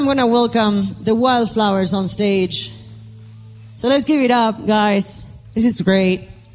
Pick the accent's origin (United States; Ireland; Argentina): Argentina; Buenos Aires; moved away; I am from Buenos Aires, Argentina. I live 5 minutes away from here.